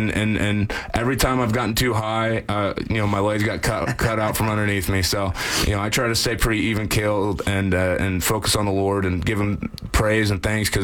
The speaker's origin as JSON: {"language": "English", "town": "New Westminster", "region": "British Columbia", "country": "Canada", "tie": "born there", "said": "to have him up in New Westminster, up in BC, and then brought him right back down. And that's how I'm Canadian."}